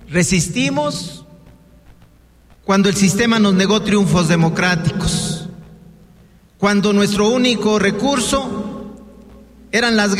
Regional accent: Zacatecas, Mexico; de allá, de donde yo vengo, del campo zacatecano, la gente no se sabe rajar

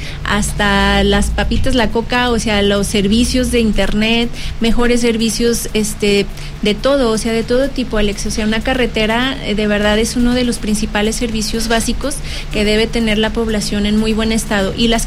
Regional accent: Zacatecas, Mexico; born there; yo nací en Zacatecas, en la capital.

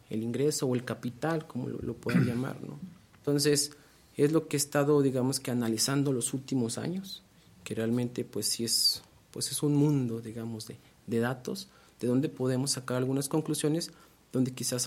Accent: Fresnillo, Zacatecas, Mexico; Soy de aquí de Fresnillo, Zacatecas.

